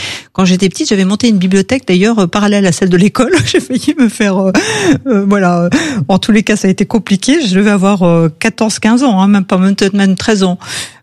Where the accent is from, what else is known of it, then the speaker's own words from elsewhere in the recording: Saint-Laurent-de-Mure, Auvergne-Rhône-Alpes, France; also born or lived in Lyon; Alors, j'ai eu mes très belles années d'enfance à Saint-Laurent-de-Mur, mais je suis née à Lyon. Hein. Je suis une vraie Lyonnaise du 6e arrondissement.